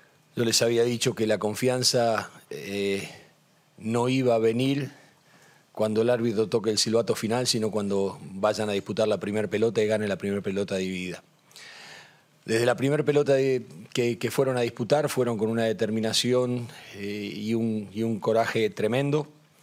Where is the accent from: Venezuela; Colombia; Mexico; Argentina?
Argentina